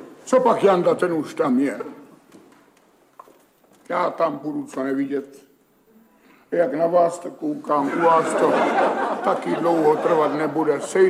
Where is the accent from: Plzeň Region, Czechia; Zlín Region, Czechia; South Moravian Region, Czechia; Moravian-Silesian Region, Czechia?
South Moravian Region, Czechia; Brno; born or raised there